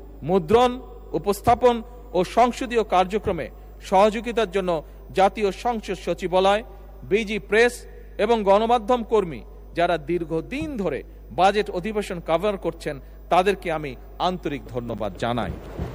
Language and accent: Bangla; Bangladesh; আমরা বাংলাদেশের মানুষ পরিশ্রমী মানুষ